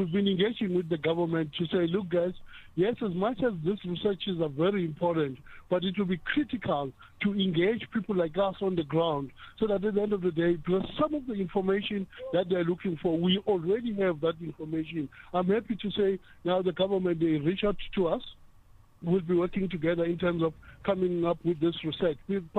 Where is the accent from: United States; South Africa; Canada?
South Africa